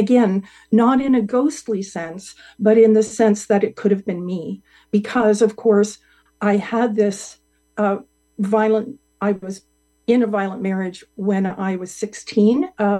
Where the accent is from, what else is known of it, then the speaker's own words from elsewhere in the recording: Scotland, United Kingdom; I'm Scottish